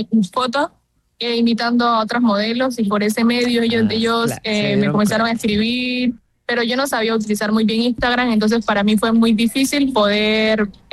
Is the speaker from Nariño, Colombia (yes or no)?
yes; Tumaco, Nariño, Colombia